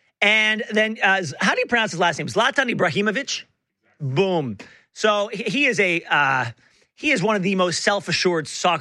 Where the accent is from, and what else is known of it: Canada